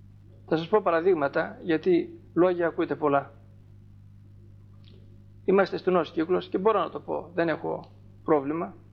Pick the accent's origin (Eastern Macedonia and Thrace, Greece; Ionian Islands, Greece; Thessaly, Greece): Thessaly, Greece